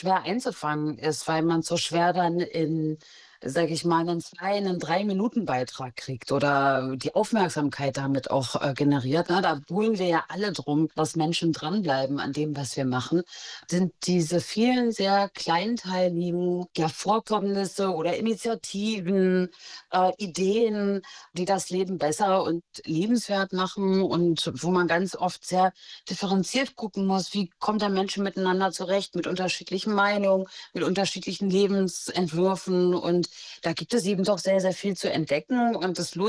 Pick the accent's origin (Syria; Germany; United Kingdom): Germany; Mecklenburg-Vorpommern; wenn ich nach Mecklenburg fahre, fahre ich natürlich nach Mecklenburg, gerade als Mecklenburgerin.